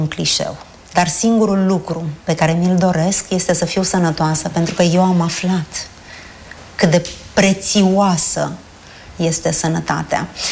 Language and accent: Romanian; Romania